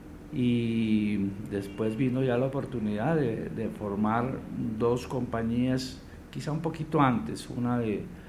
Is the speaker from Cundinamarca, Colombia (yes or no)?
no; Pasto, Nariño, Colombia; accent: pastuso; now in Bogotá, Colombia; Todavía ejercemos, digo, sí. Yo soy pastuso y ejerzo.